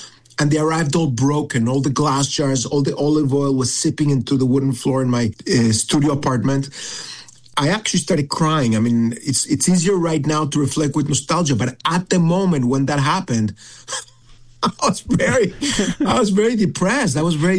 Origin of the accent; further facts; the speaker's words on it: Mexico; I grew up in Mexico.